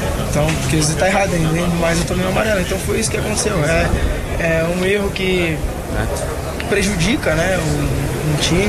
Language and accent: Portuguese; Brazil; cara, eu sou brasileiro como você também é, né?